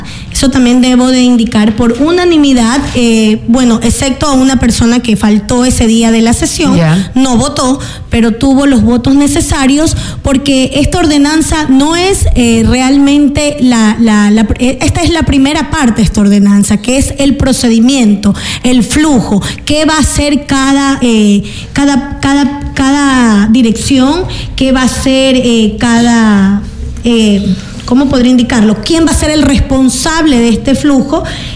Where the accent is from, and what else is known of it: La Libertad, Santa Elena, Ecuador